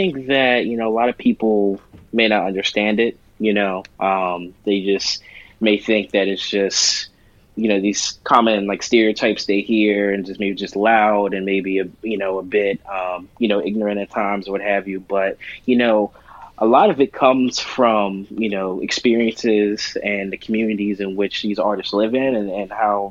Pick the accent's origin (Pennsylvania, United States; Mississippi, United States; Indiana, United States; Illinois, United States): Pennsylvania, United States; Pittsburgh; So I lived all over the place. I've moved a lot throughout the city. I spent most of my time in the Hazelwood neighborhood. And I currently live in Squirrel Hill now.